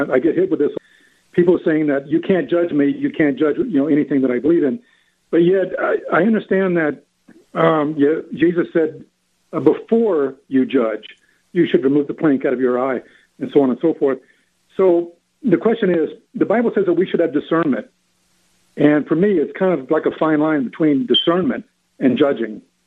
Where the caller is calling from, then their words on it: Las Vegas, Nevada, United States; We're calling in from Las Vegas.